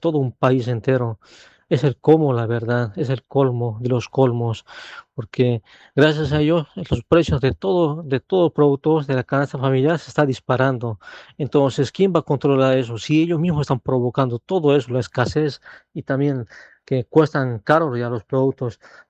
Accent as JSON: {"language": "Spanish", "town": "Palos Blancos", "region": "La Paz", "country": "Bolivia", "said": "de los Yungas, de Palos Blancos"}